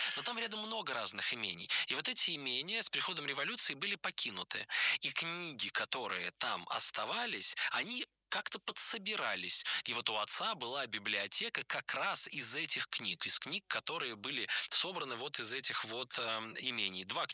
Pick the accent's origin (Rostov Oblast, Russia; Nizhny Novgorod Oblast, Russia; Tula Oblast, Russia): Nizhny Novgorod Oblast, Russia; Nizhny Novgorod; Я сам из Нижнего Новгорода, это все мне очень понятные территории, очень понятные места.